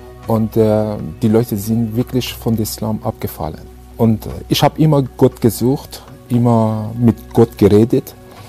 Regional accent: Iran; German is a second language; moved away as an adult; now in Germany; ich komme aus dem Iran und ich wohne in Deutschland seit 1985. Und 1985 bin ich aus dem Iran ausgereist, wegen des Iran-Irak-Krieg.

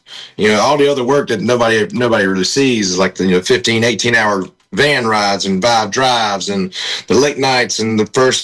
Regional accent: South Carolina, United States

